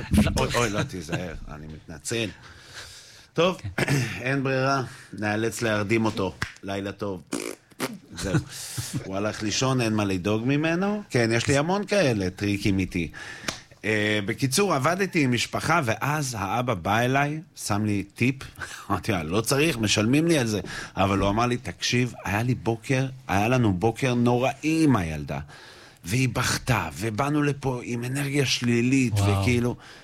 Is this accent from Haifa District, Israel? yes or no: no; Jerusalem, Jerusalem District, Israel; אני מירושלים. אני אבא לארבעה ילדים.